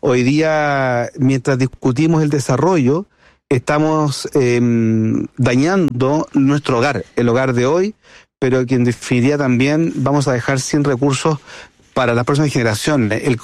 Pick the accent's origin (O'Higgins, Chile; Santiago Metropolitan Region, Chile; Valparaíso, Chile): Valparaíso, Chile; Concón; yo nací en Concón cuando Concón era parte de Viña del Mar. Ya. Éramos una delegación.